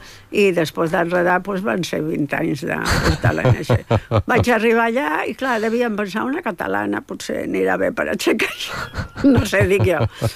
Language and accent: Catalan; Catalonia, Spain; soc catalana